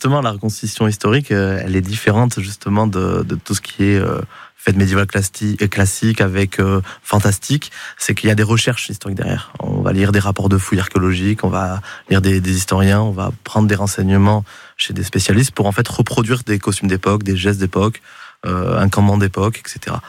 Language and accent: French; Nouvelle-Aquitaine, France; La famille sur Guiche, mes parents sont sur Bidache. Donc finalement, je suis d'ici, je suis de Saint-Pé